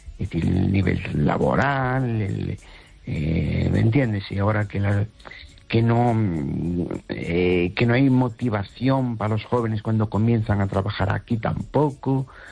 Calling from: Tarragona, Catalonia, Spain; Qué cosa más curiosa, se me hace raro llamarte desde Tarragona.

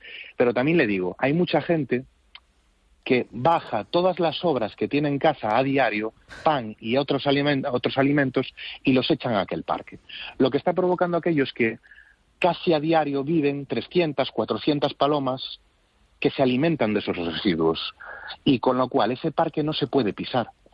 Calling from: A Coruña, Galicia, Spain; Soy vecino de Agra de Bragua. Como usted sabe, toda esa zona está muy masificada.

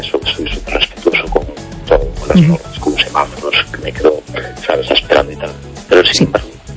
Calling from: A Coruña, Galicia, Spain; de Coruña.

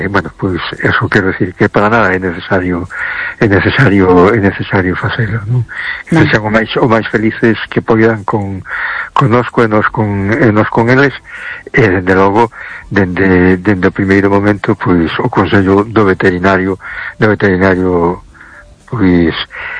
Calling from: A Coruña, Galicia, Spain; de Coruña.

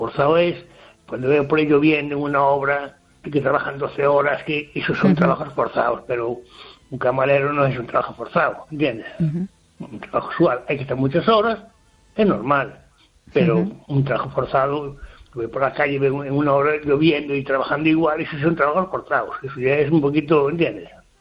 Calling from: Ferrol, Galicia, Spain; Hola, buenas noches, Esther. … aquí de Ferrol.

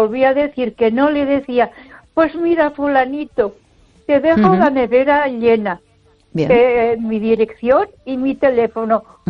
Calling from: Ponferrada, Castile and León, Spain; de Ponferrada.

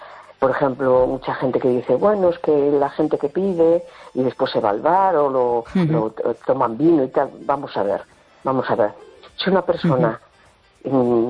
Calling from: A Coruña, Galicia, Spain; Hola, buenas noches … de La Coruña.

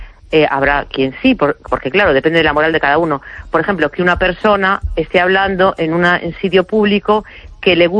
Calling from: A Coruña, Galicia, Spain; de Coruña.

